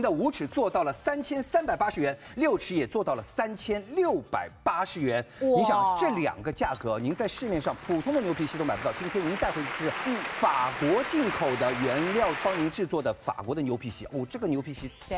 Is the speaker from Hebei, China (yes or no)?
no; Shanghai, China